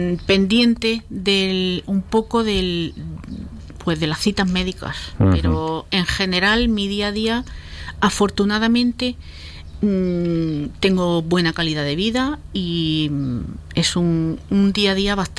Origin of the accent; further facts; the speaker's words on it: Almería, Andalusia, Spain; now in Granada, Spain; Sí, es decir, yo soy de Almería y... Bueno, lo único que llevo desde el 2012 viviendo en Granada, o sea que tengo el corazón partido.